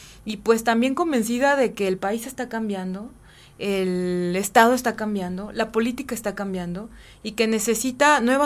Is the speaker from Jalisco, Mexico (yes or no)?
no; Yautepec, Morelos, Mexico; mi municipio de Yautepec.